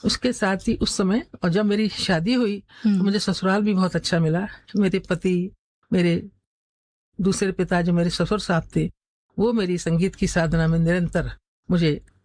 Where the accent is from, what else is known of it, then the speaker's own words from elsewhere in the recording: Firozabad, Uttar Pradesh, India; born there; मेरा जन्म 1961 में हुआ था फिरोजाबाद में।